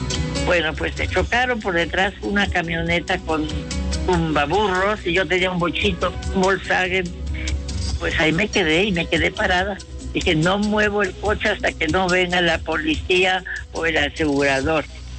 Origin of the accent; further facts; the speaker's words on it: Puebla, Mexico; Y yo en especial soy poblana. Me siento tan orgullosa de Puebla, esta ciudad que antes era chiquitita, de 200,000 habitantes, y ahora la veo con esos edificios tan grandes, las carreteras